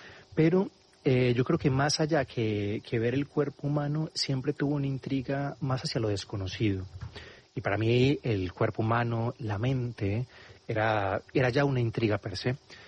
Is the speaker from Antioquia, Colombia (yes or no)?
yes; Medellín, Antioquia, Colombia; born there; also born or lived in Marinilla / Manizales / Turbo / Montería; yo nací en Medellín, después de eso mis padres se fueron a Marinilla, que es haz de cuenta como decir, vivo en la sierra, y ahí vivimos yo creo que los primeros años de mi vida. Luego de eso pasamos a Manizales, a Turbo, Urabá, y luego a Montería